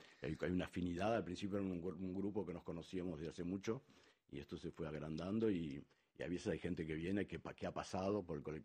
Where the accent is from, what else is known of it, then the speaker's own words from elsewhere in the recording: Argentina; moved away; en mi país, en Argentina o acá también